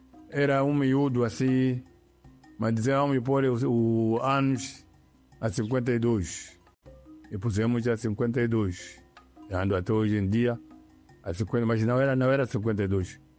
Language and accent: Portuguese; Niassa, Mozambique; moved away; É ali onde eu nasci, cresci, saí de lá.